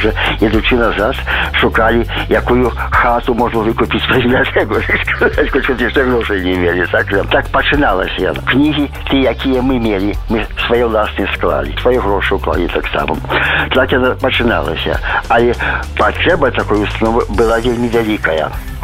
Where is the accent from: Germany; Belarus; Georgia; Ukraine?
Belarus; moved away; Бо я з Білорус, молодий виїхав з Білорусі, в часі чекутки після війни